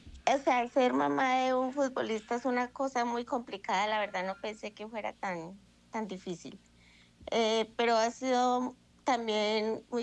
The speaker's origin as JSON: {"language": "Spanish", "town": "Pereira", "region": "Risaralda", "country": "Colombia", "tie": "born there"}